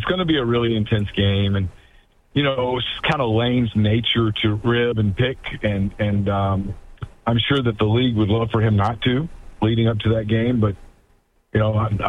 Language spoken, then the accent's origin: English; Ruston, Louisiana, United States; I grew up in Ruston, Louisiana, when Louisiana Tech was in 1AA.